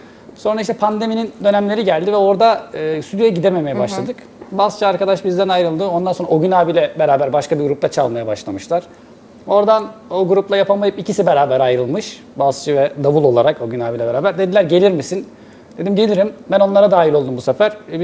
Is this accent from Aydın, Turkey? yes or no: yes; Kuşadası, Aydın, Turkey; now in İzmir, Turkey; 89 doğumluyum. Kuşaralıyım. İzmir'de ikamet ediyorum.